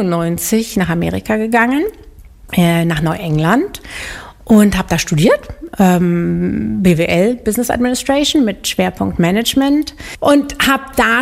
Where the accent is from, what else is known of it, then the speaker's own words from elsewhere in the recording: Munich, Bavaria, Germany; moved away as an adult; also born or lived in New England / France / Switzerland; Also ich bin tatsächlich direkt neben dem Hofbräuhaus in München aufgewachsen, ohne Garten, ohne Balkon.